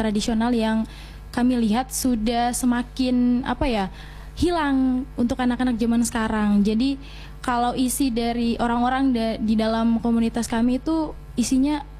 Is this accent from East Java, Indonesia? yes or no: no; Ternate, North Maluku, Indonesia; Dari Ternate.